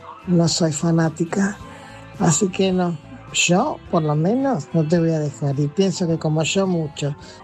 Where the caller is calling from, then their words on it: Buenos Aires, Argentina; de Mataderos. Me encanta el programa.